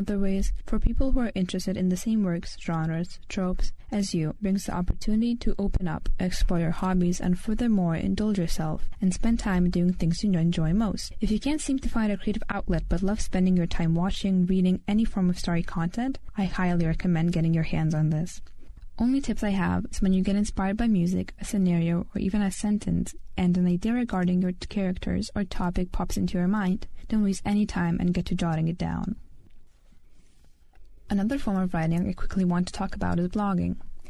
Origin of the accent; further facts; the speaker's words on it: Lithuania; first language Lithuanian; English is a second language